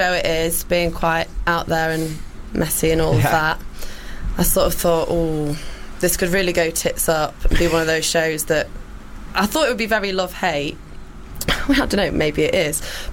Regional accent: East Midlands, United Kingdom; Yeah. I'm from Derbyshire.

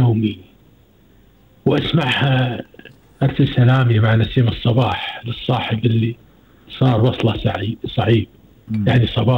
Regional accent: Kuwait; عندنا في الكويت

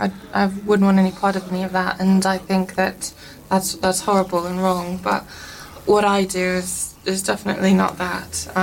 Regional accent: Richmond, United Kingdom; Richmond.

